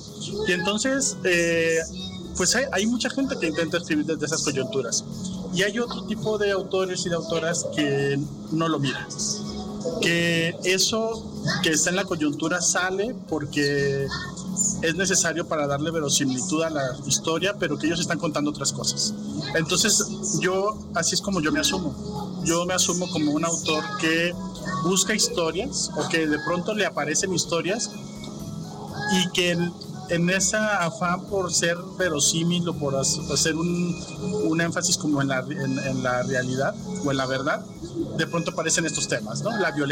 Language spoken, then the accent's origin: Spanish; Monterrey, Nuevo León, Mexico; yo soy del norte, soy de Monterrey.